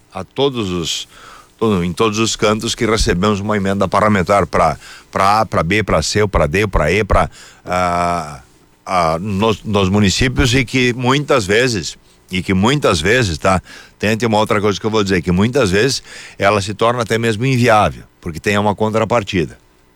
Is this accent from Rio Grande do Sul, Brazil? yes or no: yes; upper Taquari Valley, Rio Grande do Sul, Brazil